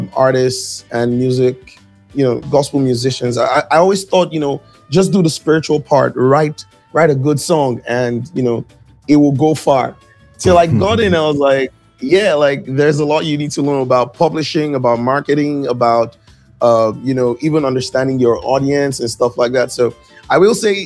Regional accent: Nigeria; just pure Nigerian.

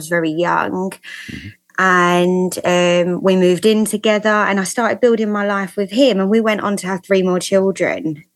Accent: London, United Kingdom; accent: London; I'm a Southeast Londoner.

